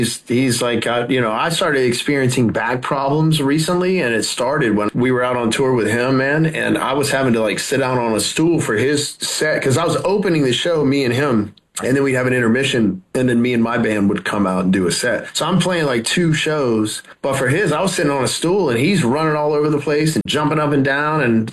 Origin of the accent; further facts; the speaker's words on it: Louisiana, United States; also born or lived in California; now in Tennessee, United States; I lived in California for 22 years. And it was just kind of time to experience something different. And I'm from Louisiana. So like being closer to the South is more, it's more like natural for me, you know, because it's where I grew up.